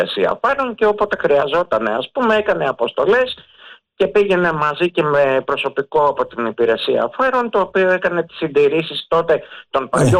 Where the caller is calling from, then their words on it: Aspropyrgos, Attica, Greece; από τον Ασπρόπυργο.